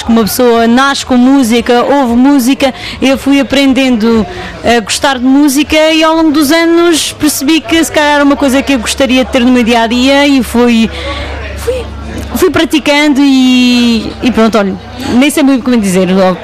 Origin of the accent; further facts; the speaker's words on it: France; moved away as an adult; now in Aldeia do Telhado, Fundão, Portugal; Sim, exatamente, sou de França. Eu nasci, cresci em França, estudei em França, apesar de ter uns pais e toda uma família lusitana, mudei-me para Portugal.